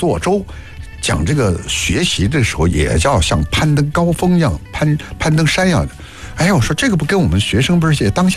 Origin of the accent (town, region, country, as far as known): Nanjing, Jiangsu, China